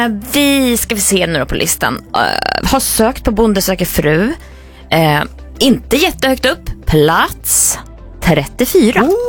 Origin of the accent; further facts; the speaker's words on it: Värmland, Sweden; accent: Värmland dialect; Jag får köra min värmländska dialekt.